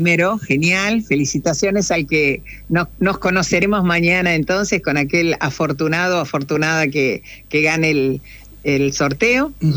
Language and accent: Spanish; Avellaneda, Buenos Aires Province, Argentina; moved away as an adult; also born or lived in La Plata; now in Punta del Indio, Argentina; yo no, yo soy de Avellaneda, pero fui a estudiar a La Plata, y viste, esas cosas de la vida hacen que uno se quede en La Plata.